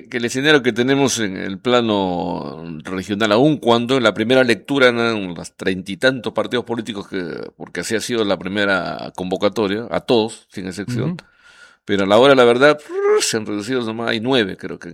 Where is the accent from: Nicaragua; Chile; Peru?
Peru